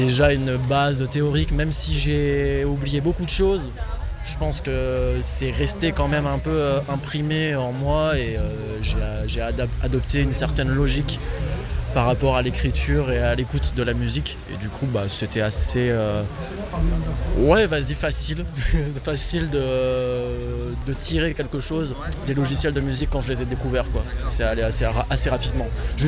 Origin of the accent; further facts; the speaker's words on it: Bourg-en-Bresse, Auvergne-Rhône-Alpes, France; En découvrant le sound system chez moi, à Bourg-en-Bresse.